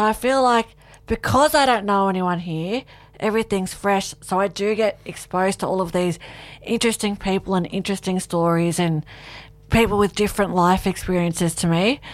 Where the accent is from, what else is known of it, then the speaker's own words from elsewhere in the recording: Ulladulla, New South Wales, Australia; moved away as an adult; also born or lived in Cairns, Queensland; now in Northern Rivers, Australia; I grew up in Ulladulla. Mm. My husband grew up in Ulladulla. We both went to Ulladulla High.